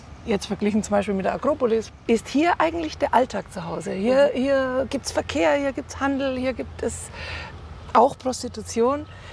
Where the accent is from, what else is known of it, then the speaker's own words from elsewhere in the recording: Donauwörth, Bavaria, Germany; moved away as an adult; now in Athens, Greece; Ich komme aus Donauwörth.